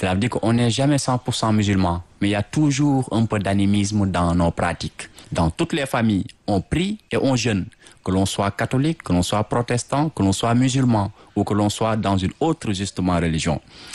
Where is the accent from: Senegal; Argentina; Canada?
Senegal; en tant qu'Africain, de surcroît, en tant que Sénégalais